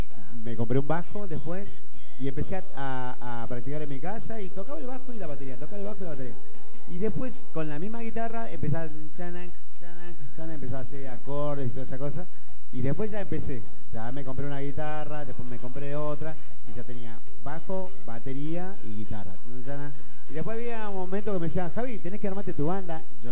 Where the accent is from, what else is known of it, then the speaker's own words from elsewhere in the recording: San Pedro de Jujuy, Jujuy, Argentina; moved away; also born or lived in Buenos Aires; Sí, soy de San Pedro.